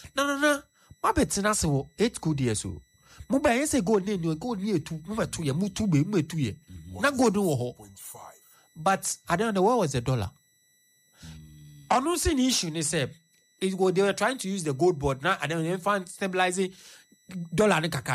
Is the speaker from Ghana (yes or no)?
yes; Ghana; I'm a Ghanaian, so.